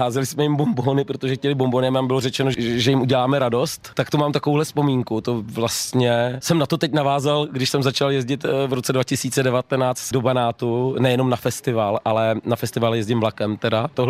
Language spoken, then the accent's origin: Czech; Trutnov, Hradec Králové Region, Czechia; moved away; also born or lived in Liberec; A protože pocházím z Trutnova